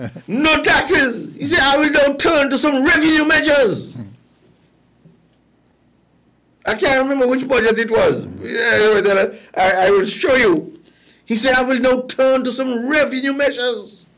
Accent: St. Kitts & Nevis; moved away; also born or lived in Canada

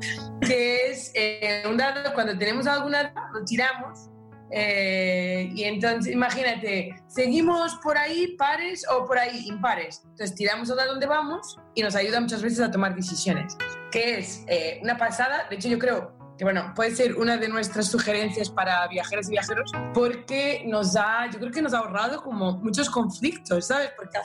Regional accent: Portugal; Spanish is a second language; moved away as an adult; also born or lived in Lisbon; now in Madrid, Spain; yo soy portuguesa, estudié psicología social en Lisboa y luego me mudé para Madrid en el 2005

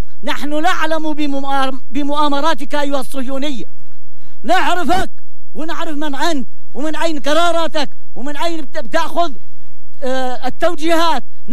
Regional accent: Yemen; عندنا في اليمن

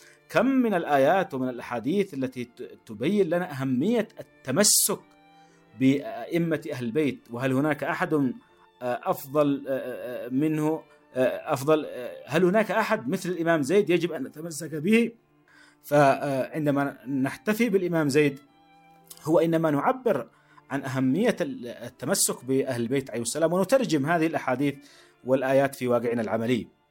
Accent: Yemen; نحن نرى اليوم من خلال مظلوميتنا وما نعانيه كيمنيين

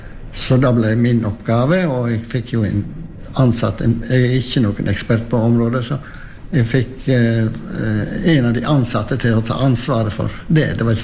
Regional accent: Hafslo, Vestland, Norway; moved away as an adult; also born or lived in Tønsberg; now in Hafslo, Norway; Ja, for det første så er jeg nå født og oppvokst i Hafslo.

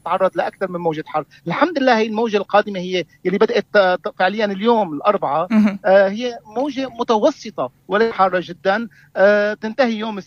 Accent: Syria; الصيف الاساسي عندنا بسوريا

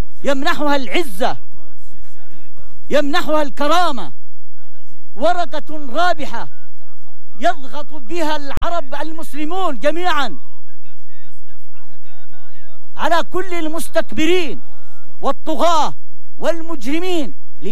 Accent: Yemen; تخيلوا مضيق عندنا في اليمن

